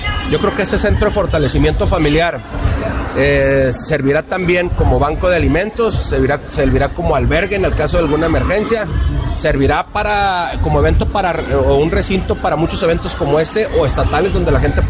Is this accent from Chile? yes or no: no; Delicias, Chihuahua, Mexico; como chihuahuense, como deliciense, como padre de familia